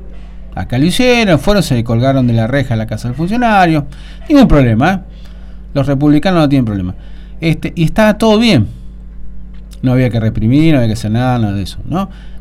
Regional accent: Argentina

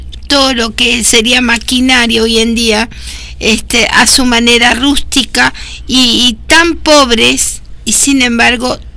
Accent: Argentina; Como sociedad, como argentino. Y así como valoramos mucho el mundial y cantamos Argentina y levantamos nuestras banderas colores celeste y blanca

